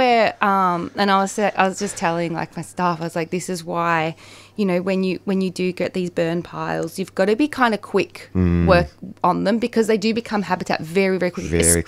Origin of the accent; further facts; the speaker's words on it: Gippsland, Victoria, Australia; So me and Adrian grew up in Gippsland. He was from Toongabi. I was from Winnandoo, which is near Rosedale.